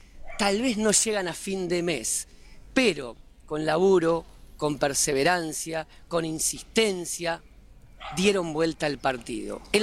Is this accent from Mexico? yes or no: no; Argentina; Es como vivimos en la República Argentina como somos los argentinos.